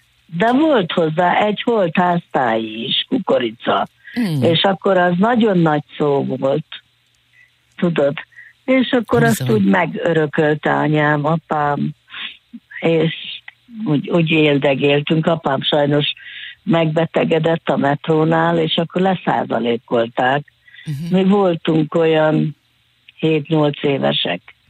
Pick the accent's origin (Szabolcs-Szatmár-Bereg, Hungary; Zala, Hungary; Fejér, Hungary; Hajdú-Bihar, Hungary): Szabolcs-Szatmár-Bereg, Hungary; Nagyecsed; 3 vagyunk lányok, és akkor Nagyecseden születtünk, ott is laktunk sokáig